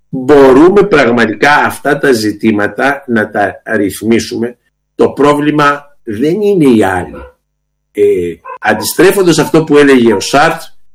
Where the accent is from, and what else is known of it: Greece